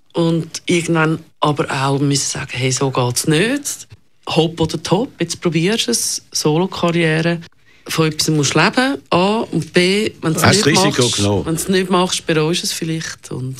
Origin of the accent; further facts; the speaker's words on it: Zurich, Switzerland; ich bin im Niederdorf aufgewachsen. Mein Vater hat 40 Jahre lang an der Luisenstrasse im Kreis 5 Büro gehabt. Ich kenne den Kreis 5 schon wirklich seit Kind. Und ich wohne selber seit 35 Jahren im Kreis 5.